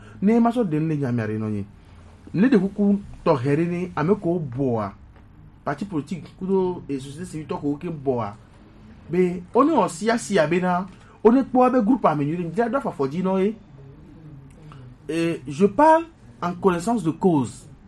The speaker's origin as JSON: {"language": "French", "country": "Togo", "tie": "born there", "said": "je suis né au Togo je suis désolé de le dire il faut avoir le courage de le dire"}